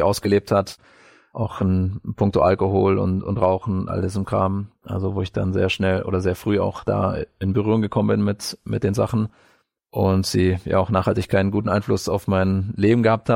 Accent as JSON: {"language": "German", "region": "Bavaria", "country": "Germany", "tie": "born or raised there", "said": "Ich komme ursprünglich aus Bayern, aus Nordbayern, aus dem schönen Frankenland."}